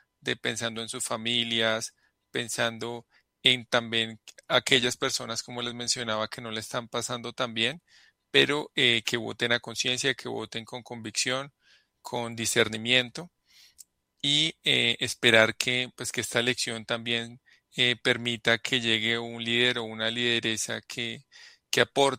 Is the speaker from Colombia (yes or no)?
yes; Colombia